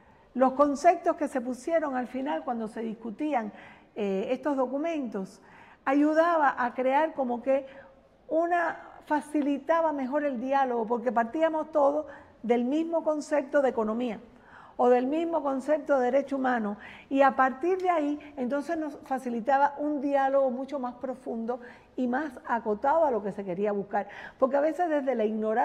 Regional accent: Cuba; yo como cubana

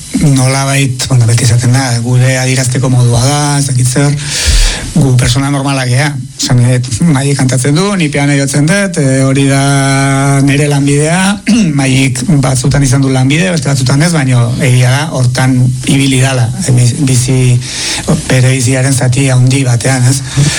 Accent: Tolosa, Basque Country, Spain; ni Tolosarra naiz, Tolosan baditugu bi

